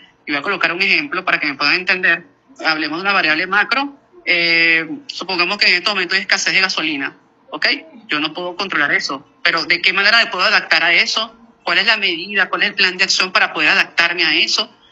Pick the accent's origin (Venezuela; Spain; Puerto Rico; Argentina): Venezuela; Nosotros, como venezolanos, a pesar de que, y lo tengo que decir